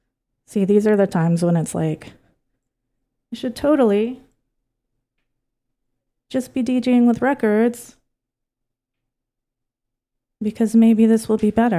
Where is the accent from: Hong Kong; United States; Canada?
Canada; or Whittier, I would say, as a Canadian, California.